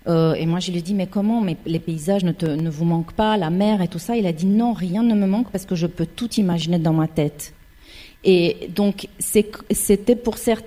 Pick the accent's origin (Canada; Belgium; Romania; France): Romania; born or raised there; moved away